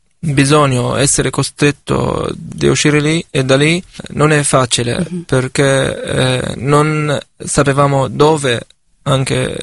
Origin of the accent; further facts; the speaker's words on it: Rafah, Gaza Strip, Palestine; moved away; sono nato e cresciuto a Rafah, ho vissuto tutta la mia vita lì. Solo durante la guerra di 2014 avevamo bisogno di uscire da lì, sfollare